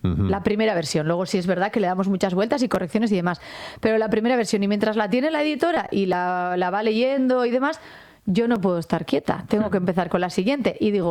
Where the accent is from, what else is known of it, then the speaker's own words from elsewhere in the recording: Legazpi, Basque Country, Spain; presentado en Donosti, en Legazpi, mi pueblo, que esa